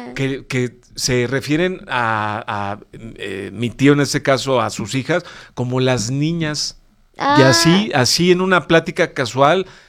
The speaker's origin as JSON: {"language": "Spanish", "country": "Mexico", "said": "creo que nuestro, de los mexicanos, es esta parte familiar"}